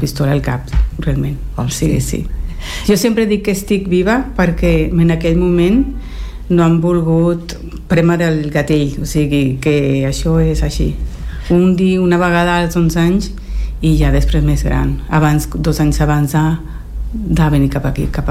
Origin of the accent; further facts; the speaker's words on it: Ciudad Bolívar, Bolívar, Venezuela; Catalan is a second language; moved away as an adult; also born or lived in Caracas; now in Spain; Vaig néixer a Caracas, vaig fer la primària i batxillerat, sí, a Ciudad Bolívar.